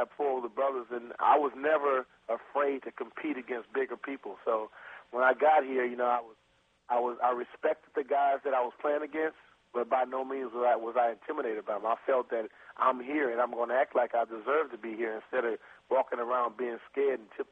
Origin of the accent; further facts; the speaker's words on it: Plaquemine, Louisiana, United States; I grew up in Plaquemine, Louisiana.